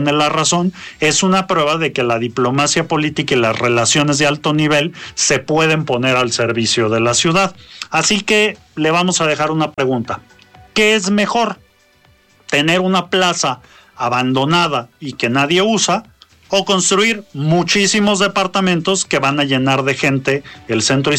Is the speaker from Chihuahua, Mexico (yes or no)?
no; Puebla, Mexico; los que somos poblanos